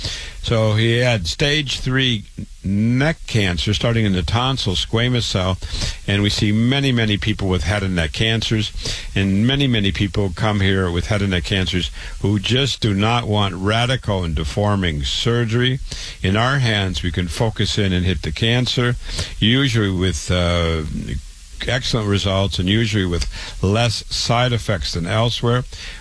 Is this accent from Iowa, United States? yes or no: yes; Waterloo, Iowa, United States; I'm a board-certified, triple board-certified cancer doctor. I was born and raised in Waterloo, Iowa. I went to public school, university, MD at 25, real medical doctor, MD.